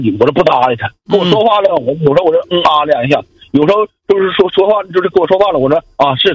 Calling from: Hebei, China; 我是河北的。

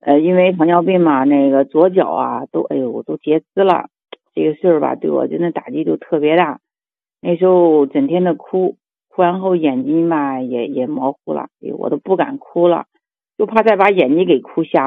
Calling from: Zhengzhou, Henan, China; 我是那个河南郑州的。

